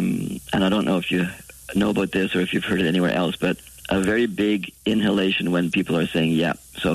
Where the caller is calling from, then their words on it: Montreal, Quebec, Canada; also born or lived in Nova Scotia; I'm calling from Montreal. And I used to live in Nova Scotia, and my God, there are many, many regionalisms from the Maritimes in Canada.